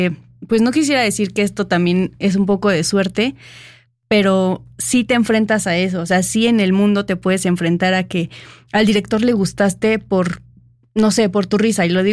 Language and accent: Spanish; Mexico City, Mexico; algunos que somos de Ciudad de México, pues obviamente nuestra familia estaba ahí